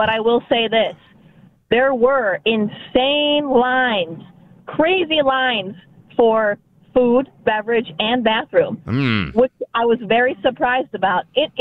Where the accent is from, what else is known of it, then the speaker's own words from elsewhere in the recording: Buffalo, New York, United States; Born and raised Buffalo, New York, baby.